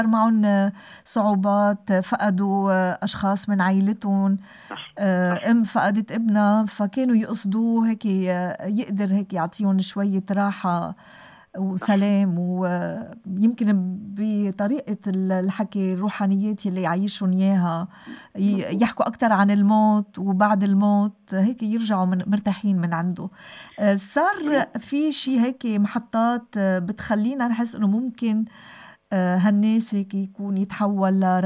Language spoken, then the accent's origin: Arabic; Lebanon